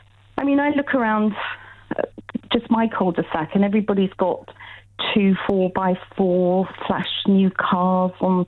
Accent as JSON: {"language": "English", "country": "United Kingdom"}